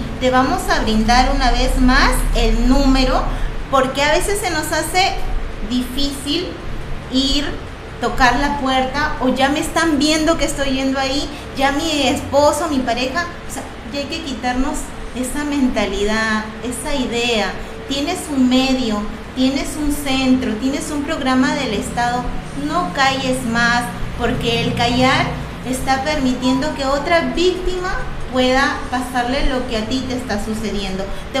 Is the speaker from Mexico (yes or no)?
no; Peru; Somos peruanos